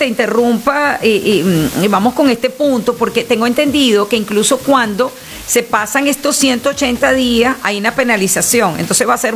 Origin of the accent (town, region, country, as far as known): Venezuela